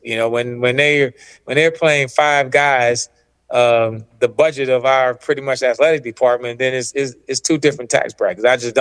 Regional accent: New Orleans, Louisiana, United States; I don't know why I'm saying Bayou City Classic. And I'm from New Orleans, right?

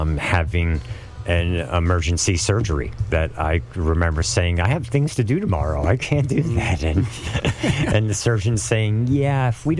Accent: New York City, New York, United States; growing up in New York City

